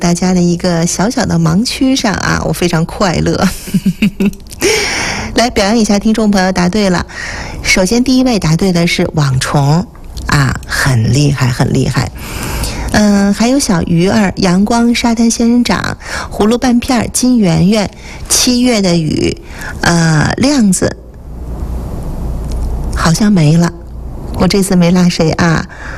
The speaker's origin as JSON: {"language": "Chinese", "region": "Northeast China", "country": "China", "moved": "yes", "said": "我说我们东北那边极其讲穿"}